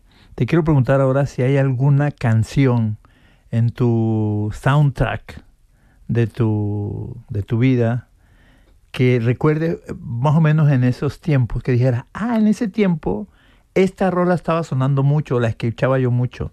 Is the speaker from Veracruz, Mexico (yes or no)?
no; Paraíso, Tabasco, Mexico; Porque yo soy tabasqueño, soy de Paraíso, Tabasco.